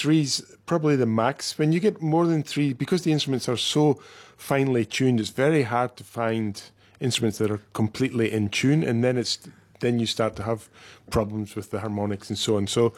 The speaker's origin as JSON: {"language": "English", "town": "Dundee", "region": "Scotland", "country": "United Kingdom", "tie": "born or raised there", "also_born_or_lived": "Denmark", "moved": "as an adult", "lives_now": "Sydney, Australia", "said": "I'm from Dundee originally. Oh. Grew up in Dundee and then I lived half my life in Denmark where I studied and then was a professor at the academy there."}